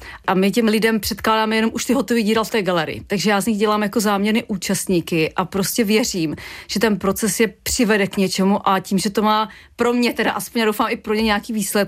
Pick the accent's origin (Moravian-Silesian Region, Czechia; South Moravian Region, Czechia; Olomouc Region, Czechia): South Moravian Region, Czechia; Brno; já jsem vyrostla na okraji Brna v Líšni.